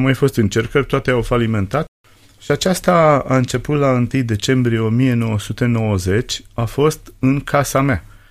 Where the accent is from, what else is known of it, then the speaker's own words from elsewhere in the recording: Drăgăneasa, Prahova, Romania; Și prima biserică din satul Drăgăneasa, din județul Prahova, singurul sat dintre Băicoi și Brașov, care are o biserică evanghelică